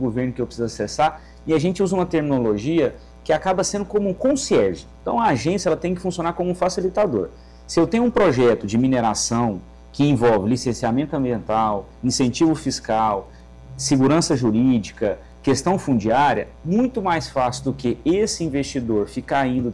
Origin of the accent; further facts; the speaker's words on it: Goiás, Brazil; moved away as an adult; now in Amapá, Brazil; eu não sou do Amapá, eu sou de Goiás e vim para o Amapá, não conhecia o estado